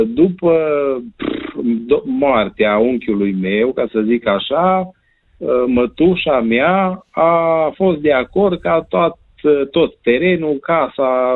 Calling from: Cluj-Napoca, Cluj County, Romania; sunt din Cluj

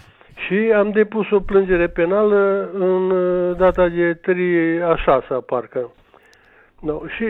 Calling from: Doleni, Romania; Sunt româna de la Doleni

